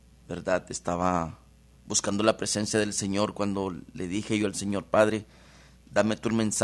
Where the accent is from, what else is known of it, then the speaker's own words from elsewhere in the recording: El Progreso, Yoro, Honduras; moved away; Soy de Honduras, de la ciudad del Progreso y Oro.